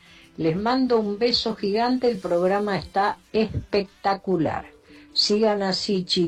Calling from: Tapiales, Buenos Aires Province, Argentina; de Tapiales.

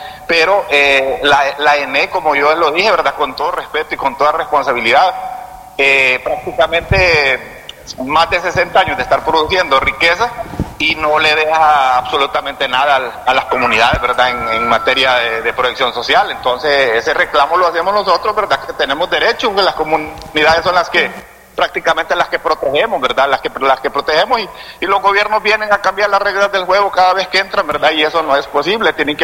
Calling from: Peña Blanca, Cortés, Honduras; Nosotros somos el Comité de Turismo del sector Peña Blanca, ubicados en el canal de potencia del proyecto Cañaveral Río Lindo.

